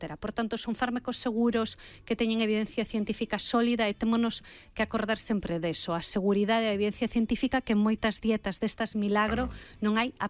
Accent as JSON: {"language": "Galician", "town": "Moeche", "region": "Galicia", "country": "Spain", "said": "eu son de Moecha, non? Entón, vin como se facían os chourizos"}